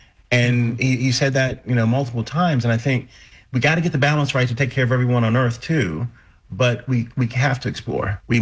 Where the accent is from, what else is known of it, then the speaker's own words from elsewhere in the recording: Lynchburg, Virginia, United States; We're flying over my hometown, Lynchburg, Virginia. And I'm thinking, my mom's probably making meatloaf and mashed potatoes.